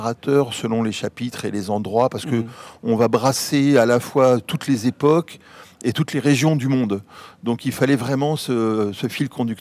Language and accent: French; Martinique, France; born or raised there; also born or lived in Rouen, France